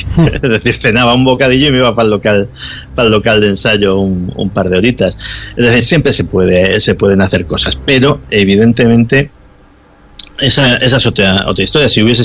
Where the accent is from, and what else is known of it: Spain